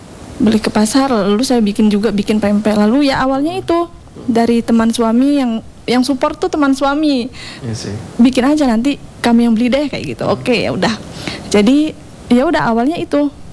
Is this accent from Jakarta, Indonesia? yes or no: no; Lampung, Indonesia; moved away as an adult; now in Ende, Indonesia; Saya asli dari Lampung, okay, dari Sumatera.